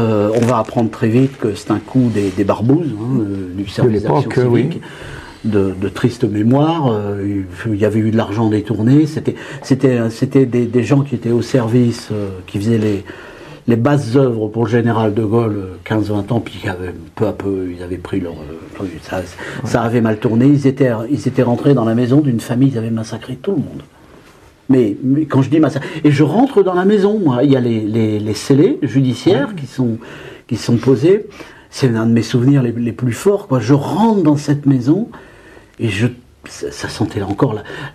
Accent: Hauts-de-France, France; moved away as an adult; now in Marseille, France; Je suis jeune journaliste, je déboule de mon école et de mon enfance dans le Pas-de-Calais.

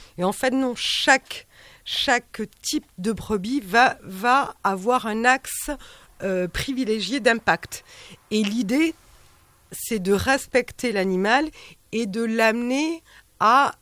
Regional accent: Soustons, Nouvelle-Aquitaine, France; je suis de Souston à la base

